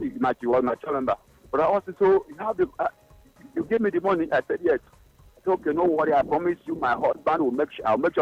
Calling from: Lagos, Nigeria; I call from Lagos.

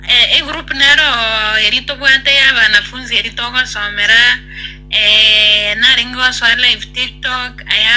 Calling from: Nairobi, Kenya; Okay, engineer student. I'm talking from Kenyatta University, Nairobi.

